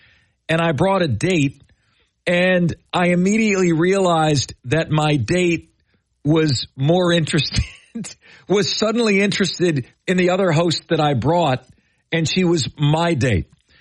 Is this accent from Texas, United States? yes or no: yes; Houston, Texas, United States; I lived in Houston. I was growing up in Houston.